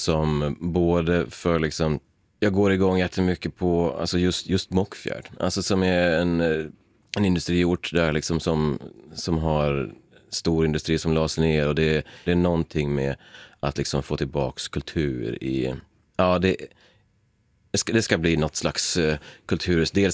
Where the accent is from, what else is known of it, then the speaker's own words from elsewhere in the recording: Leksand, Dalarna County, Sweden; also born or lived in Gagnef; växte upp i Leksand och i Gagne